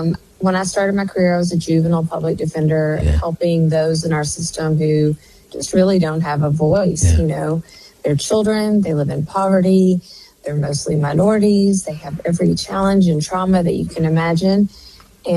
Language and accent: English; Memphis, Tennessee, United States; I was born and raised here in Memphis, a wonderful town full of underdogs and fighters.